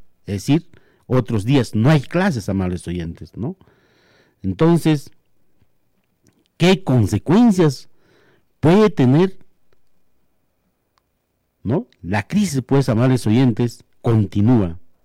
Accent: Peru; nosotros como peruanos, porque somos vecinos

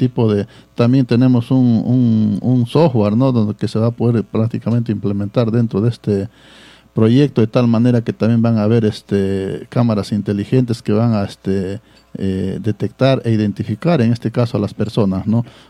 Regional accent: Villa Rica, Pasco, Peru; los tres candidatos somos prácticamente de Villarrica

